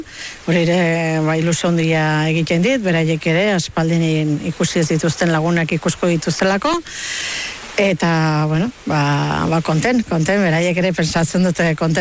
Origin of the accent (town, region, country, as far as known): Lesaka, Navarre, Spain; born there; also born or lived in Dixon, California, United States